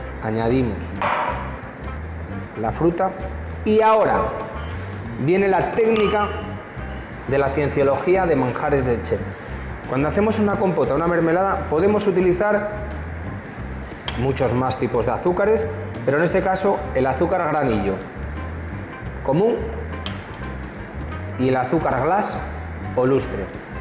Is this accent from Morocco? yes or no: no; León, Castile and León, Spain; Tiro por mi tierra, León es lo mejor del mundo